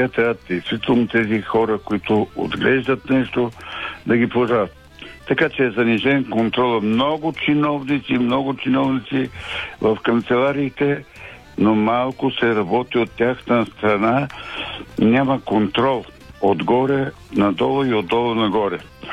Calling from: Teteven, Lovech Province, Bulgaria; съм от Тетевен

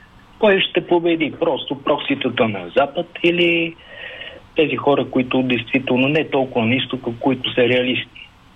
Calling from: Sofia, Sofia City, Bulgaria; от София.

